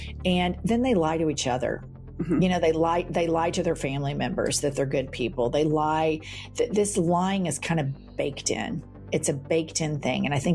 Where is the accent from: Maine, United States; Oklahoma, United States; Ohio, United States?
Oklahoma, United States; Oklahoma City; my life growing up in Oklahoma City.